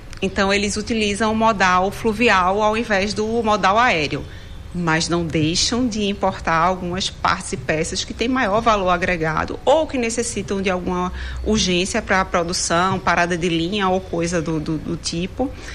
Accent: Pernambuco, Brazil; now in Manaus, Brazil; ele é paraibano, eu sou pernambucana, a gente se identificou pelo sotaque.

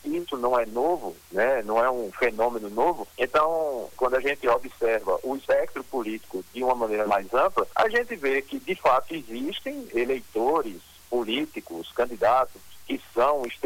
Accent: Northeast Region, Brazil; accent: nordestino; você deve ter notado pelo meu sotaque, eu sou nordestino

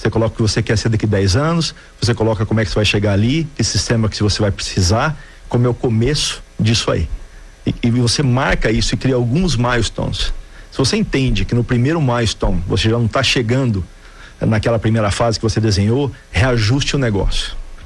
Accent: Brazil; moved away; Eu sou um patriota, sou brasileiro, quero sempre estar no Brasil, apesar de eu estar 31 anos fora.

